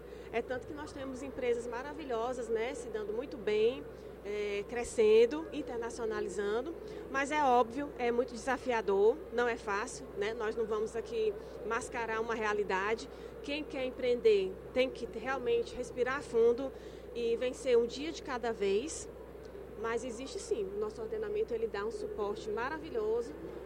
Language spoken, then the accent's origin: Portuguese; São Paulo, Brazil; now in Ceará, Brazil; Eu sou paulista, mas eu tenho família, né? Meus pais são cearenses, então eu me considero cearense.